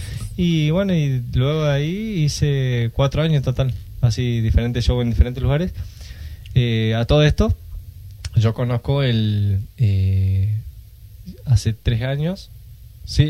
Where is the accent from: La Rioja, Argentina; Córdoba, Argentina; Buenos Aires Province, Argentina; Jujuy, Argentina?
Córdoba, Argentina; moved away as an adult; also born or lived in Formosa; now in Reconquista, Argentina; Yo soy oriundo, nací en Formosa y fui criado en Córdoba toda mi vida, hasta los 19 años, y después me vine para Reconquista.